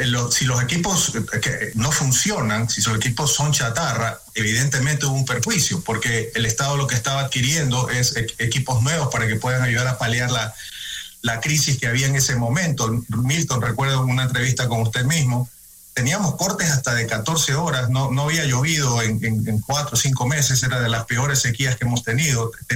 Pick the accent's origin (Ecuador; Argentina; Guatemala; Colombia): Ecuador; moved away as an adult; Regresé jubilado al Ecuador